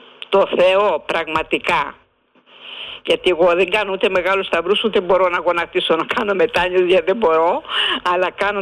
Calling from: Greece; Σαν Ελληνίδα

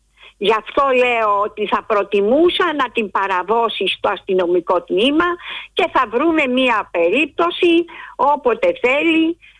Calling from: Nea Filadelfeia, Attica, Greece; από τη Νέα Φιλαδέλφεια.

